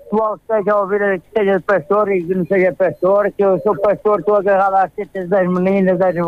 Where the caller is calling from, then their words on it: Redondo, Alentejo, Portugal; da Caravalhola Redondo.